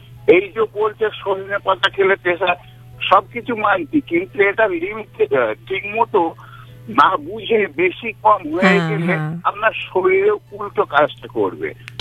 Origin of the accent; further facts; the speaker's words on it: Purba Bardhaman, West Bengal, India; moved away; আমার গ্রাম হলো পূর্ব বর্ধমানের কাটোয়া থানার শ্রীবাটি গ্রামে।